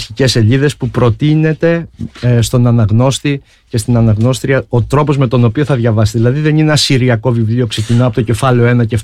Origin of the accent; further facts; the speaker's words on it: Ierapetra, Crete, Greece; σε μια πόλη όπως είναι η πόλη μου, η Ιεράπετρα, στην άλλη άκρη της Ελλάδας, στην άλλη άκρη της χώρας.